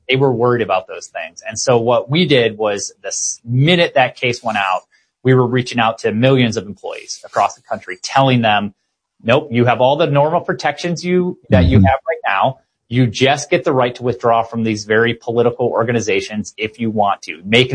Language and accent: English; Illinois, United States; born or raised there